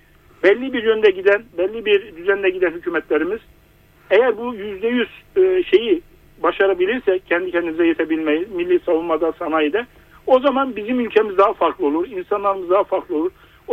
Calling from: İzmir, Turkey; İzmir Körfez'den arıyorum

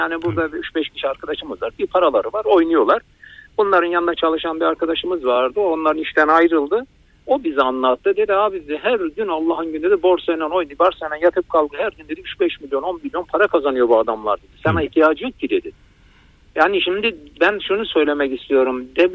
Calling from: Istanbul, Turkey; Ben İstanbul'dan.

